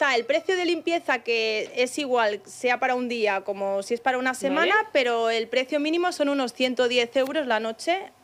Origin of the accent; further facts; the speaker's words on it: Terrassa, Catalonia, Spain; Nosotros somos de Tarrasa.